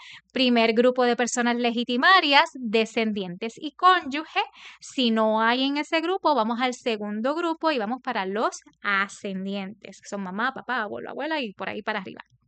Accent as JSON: {"language": "Spanish", "town": "Orocovis", "country": "Puerto Rico", "tie": "born or raised there", "said": "una finquita en Orocovis, en mi pueblo"}